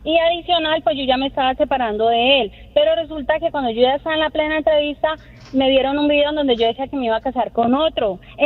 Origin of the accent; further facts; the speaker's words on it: Morristown, New Jersey, United States; Sí, yo soy de Morristown, New Jersey.